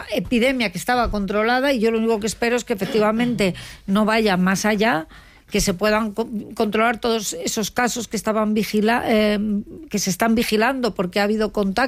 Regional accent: Madrid, Community of Madrid, Spain; born there; Ahí nací yo, en el Gómez Ulla, sí, claro.

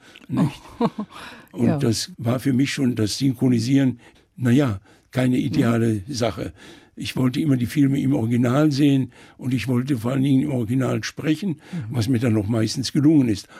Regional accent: Eifel, Germany; now in Italy; Naja, ich habe immer die Eifel, Main, also immer als meine Heimat betrachtet. Ich habe zwar sicher mal in Italien in meinen ersten Jahren dort meine zweite Heimat gesucht und muss ehrlich sagen, ich habe sie nicht gefunden.

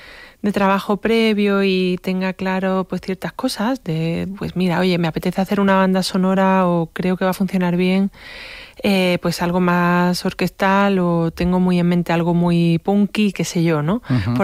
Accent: Málaga, Andalusia, Spain; Pues soy malagueña uh-huh. Y he veraneado en Málaga

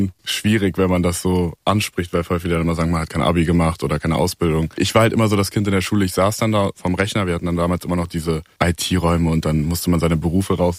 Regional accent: Melsungen, Hesse, Germany; In Kassel, also Nähe Kassel, Melsungen heißt das.

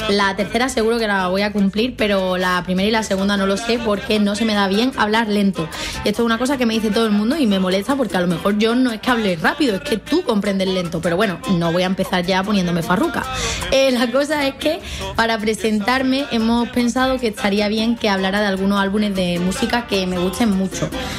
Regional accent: Málaga, Andalusia, Spain; yo soy trinitaria, yo soy del barrio de Málaga de la Trinidad, y me crié ahí en un piso con mi madre

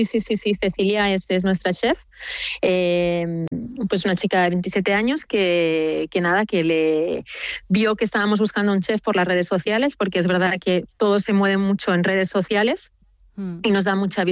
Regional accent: Barcelona, Catalonia, Spain; moved away as an adult; now in Paris, France; yo, siendo española de Barcelona, siempre había pensado, yo llevo 13 años en París

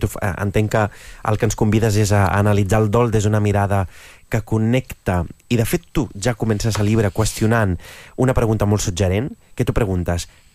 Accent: Roses, Catalonia, Spain; sóc de Roses

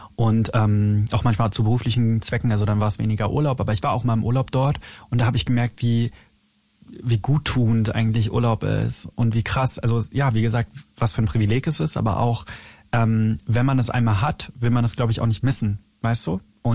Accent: Berlin, Germany; ich komme ja aus Berlin

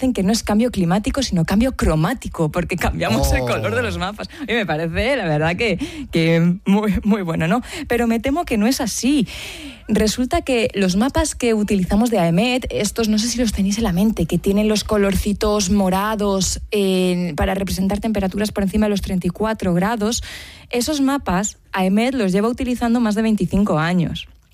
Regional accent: Extremadura, Spain; las típicas casas que tenemos en mi pueblo, que mi pueblo está en Extremadura, y son casas que no te encuentras, por ejemplo, si viajas a Asturias, ¿no?

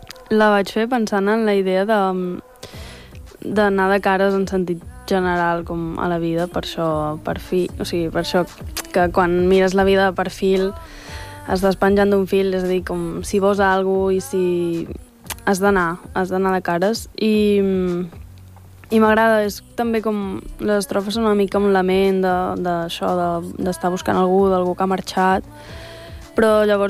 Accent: La Bisbal d'Empordà, Catalonia, Spain; tots som de la Bisbal i és un poble molt petit.

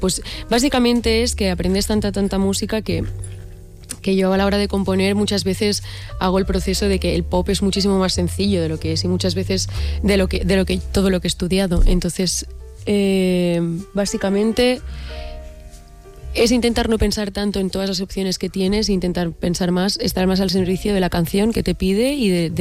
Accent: Catalonia, Spain; trilingüe, pues soy catalana.

